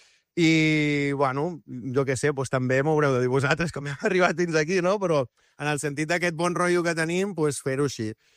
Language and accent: Catalan; Arenys de Mar, Catalonia, Spain; Arenys de Mar, sempre. Capital de l'Almaresma.